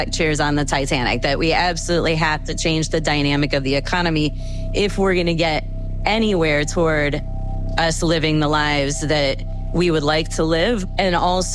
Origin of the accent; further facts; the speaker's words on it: Ohio, United States; now in Madison, United States; I am in Madison, Wisconsin. So I grew up in Ohio, and I guess I was sort of in a regular white middle class family, kind of going up the corporate ladder, I suppose.